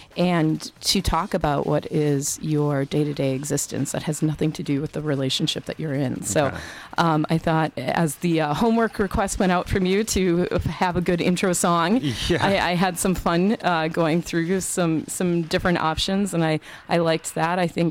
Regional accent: Wisconsin, United States; born there; also born or lived in Madison, Wisconsin / Milwaukee, Wisconsin; My whole life has been back and forth between Madison and Milwaukee. My parents met here. Mm-hmm. I was born in Madison

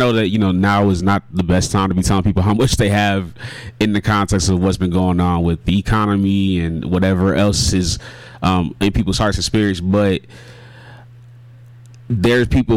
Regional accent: United States; And me being Black American as well as Ghanaian, I grew up here. I grew up in America. I grew up a black man, like, and I claim that proudly.

